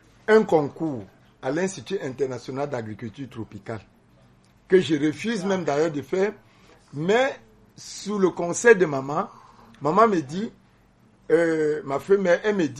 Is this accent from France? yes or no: no; Cameroon; en tant que Camerounais